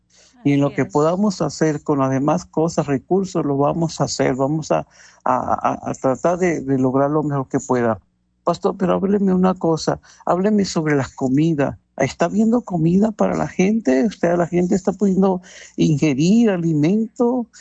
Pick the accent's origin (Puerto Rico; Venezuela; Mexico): Venezuela; moved away; yo soy venezolano, criollito